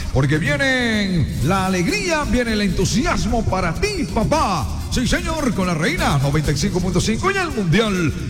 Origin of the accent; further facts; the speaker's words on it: Cartagena, Bolívar, Colombia; la felicidad de Cartagena, la alegría de la emisora que más oye mi tierra linda, miembro de la Asociación Colombiana de Locutores